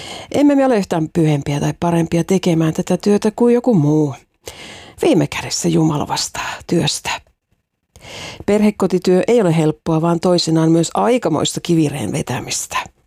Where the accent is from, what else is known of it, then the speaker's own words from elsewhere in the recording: Estonia; Kasvoin Virossa 2-lapsessa perheessä. Vanhempani käyttivät runsaasti alkoholia. Sen ajan virolaisen kulttuuriin kuului, että vodkapullo oli aina pöydässä.